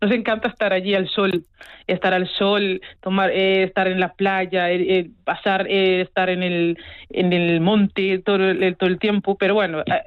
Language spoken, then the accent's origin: Spanish; Cape Verde; now in Burela, Spain; normalmente nosotros, que somos de allí, cuando vamos, salimos de Burela en autobús, vamos a Portugal